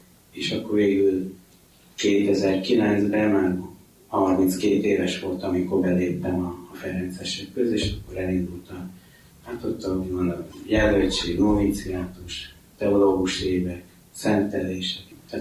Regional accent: Györköny, Tolna, Hungary; also born or lived in Baks; Egy kis faluban nőttem fel, Bakson születtem, de Baks mellett Györkönyben nőttem fel.

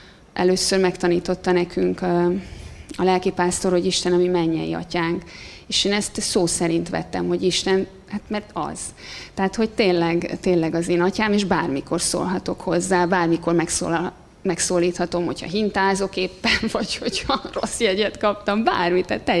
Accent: Budapest, Hungary; ahol mi laktunk, ahol fölnőttem Gazdagréten

